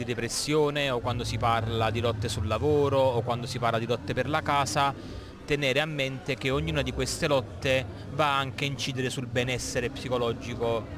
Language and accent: Italian; Naples, Campania, Italy; Io per esempio vengo dalla città di Napoli